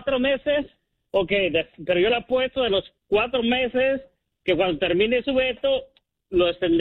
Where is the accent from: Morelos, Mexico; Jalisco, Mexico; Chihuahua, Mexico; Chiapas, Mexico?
Jalisco, Mexico; Acatic; soy de Acatí, Jalisco.